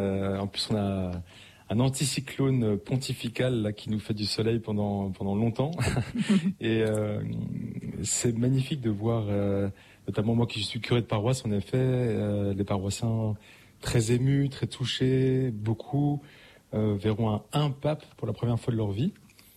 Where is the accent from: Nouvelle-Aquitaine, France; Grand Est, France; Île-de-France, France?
Île-de-France, France; Paris; J'ai eu beaucoup de chance parce que moi, bon, j'ai grandi à Paris